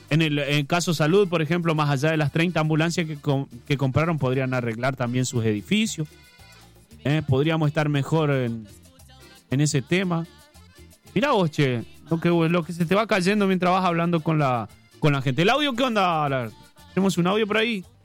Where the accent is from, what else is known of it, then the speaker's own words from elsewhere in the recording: Argentina; Para los argentinos sigue todo igual, porque es nuestra salud, es la salud de nuestro país.